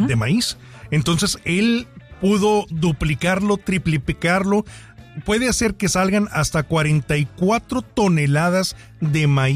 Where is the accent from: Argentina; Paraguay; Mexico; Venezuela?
Mexico; Fíjate, yo creo que somos tan recelosos para con nosotros mismos como mexicanos.